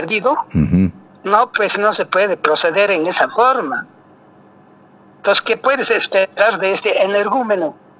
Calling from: Calca, Cusco, Peru; nuestra provincia de Calca

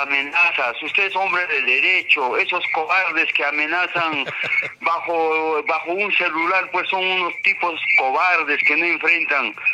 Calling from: Cusco, Peru; yo estoy acá en la parte alta de Ticatica.

